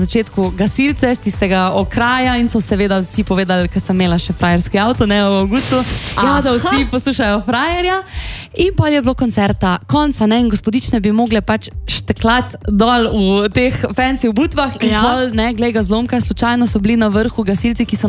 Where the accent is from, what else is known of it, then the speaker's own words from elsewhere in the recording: Šmarje pri Jelšah, Savinjska, Slovenia; jaz sem iz Štajerske, ne, okolica Šmarja pri Jelšah